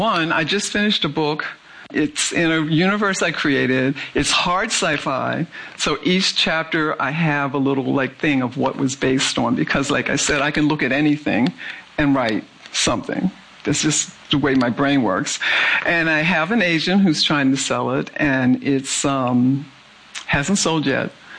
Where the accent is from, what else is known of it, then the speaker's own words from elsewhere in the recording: Philadelphia, Pennsylvania, United States; Because in where I grew up in North Philly, if you saw a tree, that was pretty amazing.